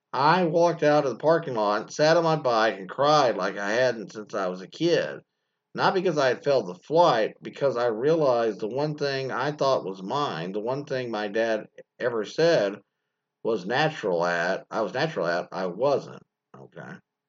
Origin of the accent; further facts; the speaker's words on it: Hawaii, United States; born there; I was born in Hawaii to a Chinese-American mom and a Caucasian dad.